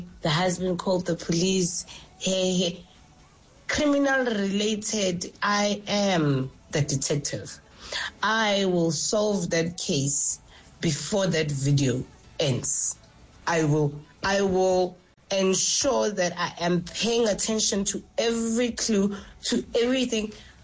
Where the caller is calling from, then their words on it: Fourways, Gauteng, South Africa; I'm here from Four Ways.